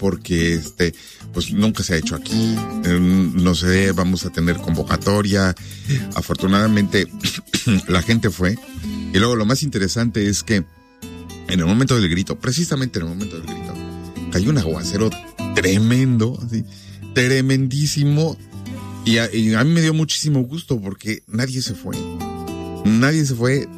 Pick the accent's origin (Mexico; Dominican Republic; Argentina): Mexico; now in Omaha, United States; Como mexicanos sabemos que una de las cosas que más nos conmueve